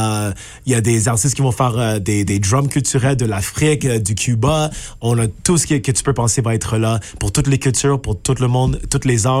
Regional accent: Montreal, Quebec, Canada; born there; Mais moi, je suis né à Montréal, pour le monde qui connaisse Montréal, moi je viens de La Salle, le sud de l'île de Montréal.

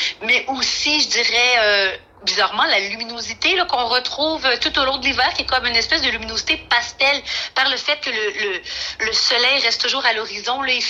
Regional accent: Quebec, Canada; moved away as an adult; now in Whitehorse, Canada; moi, j'ai passé la première moitié de ma vie, disons, au Québec, donc je suis originaire du Québec, mais j'ai passé la seconde moitié de ma vie dans le Grand Nord canadien, au Yukon, à Whitehorse.

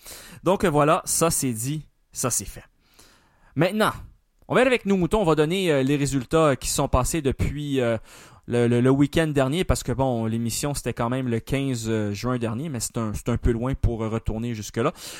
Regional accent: Tunisia; moved away; Mon pays d'origine, je l'assume, évidemment

